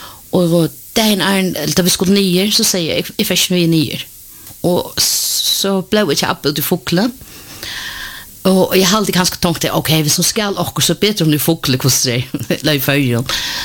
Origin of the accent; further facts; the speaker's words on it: Denmark; Ja, jeg er født i Danmark.